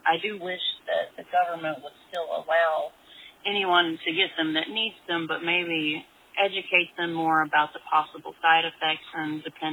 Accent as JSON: {"language": "English", "town": "Asheboro", "region": "North Carolina", "country": "United States", "said": "from Asheboro, North Carolina."}